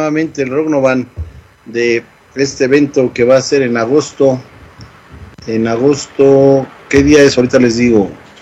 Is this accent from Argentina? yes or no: no; Mexico; los que somos mexicanos y que somos contemporáneos